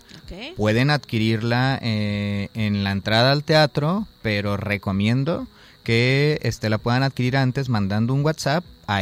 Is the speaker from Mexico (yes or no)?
yes; Colima, Mexico; moved away; porque Colima siempre es parte muy importante para mí cuando hablo de migración, porque si de algún lugar me fui, fue de Colima, ¿no?